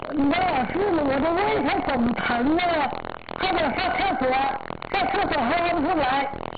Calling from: Jilin, China; 我是吉林的

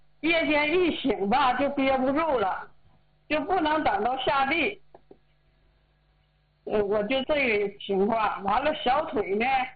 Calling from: Changchun, Jilin, China; 我今年82岁。

